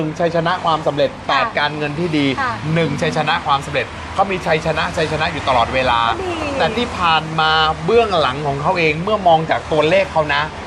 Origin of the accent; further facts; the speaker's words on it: Southern Thailand, Thailand; ในฐานะคนใต้ด้วยกัน